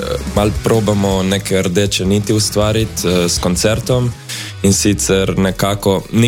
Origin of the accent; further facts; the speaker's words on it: Vipava Valley, Slovenia; also born or lived in Ljubljana; ko smo pač taki vipavci, energični, kakor so pač vsi prebivalci tam.